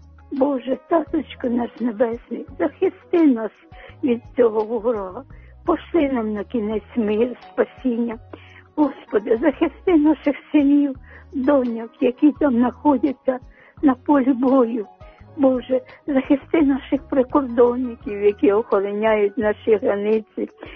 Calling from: Kyiv, Ukraine; я з Оборонь з Києва.

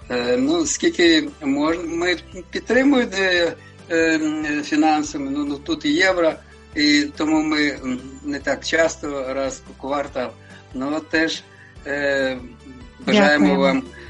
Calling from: Germany; Я з Німеччини дзвоню. … і моя наречена Віра.

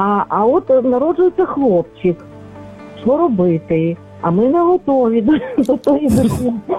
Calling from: Lviv, Lviv Oblast, Ukraine; зі Львова.

